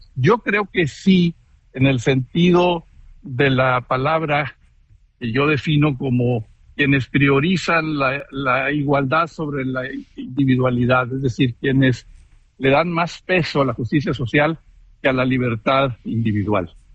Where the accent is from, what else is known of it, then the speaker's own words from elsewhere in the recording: Nuevo León, Mexico; en mi tierra, en Nuevo León